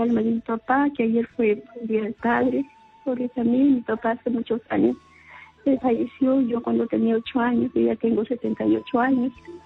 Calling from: Chincha, Ica, Peru; llamo de Chincha Tamodemore.

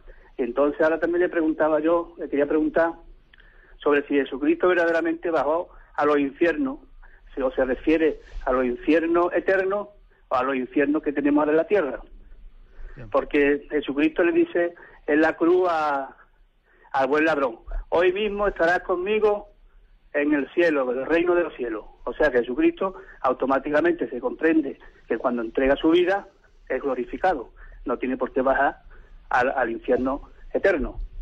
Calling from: Cádiz, Andalusia, Spain; Soy de Cádiz

